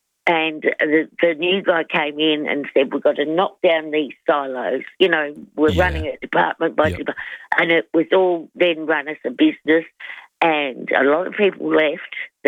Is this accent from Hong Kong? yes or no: no; Adelaide, South Australia, Australia; Even though I'm from Adelaide, as you know, I've travelled around.